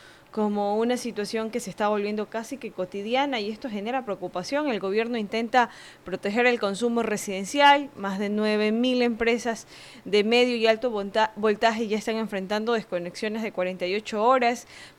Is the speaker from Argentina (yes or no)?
no; Manabí, Ecuador; nosotros somos los únicos a nivel de país que cuando preguntan de dónde eres, de manera general decimos de Manabí, no de Puerto Viejo, ni de Manta, ni nada, es de Manabí.